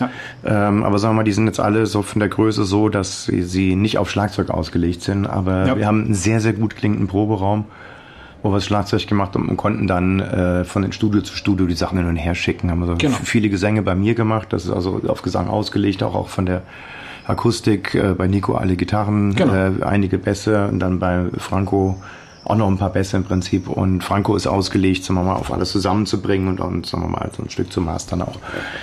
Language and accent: German; Hesse, Germany; Ich bin Hesse, gell?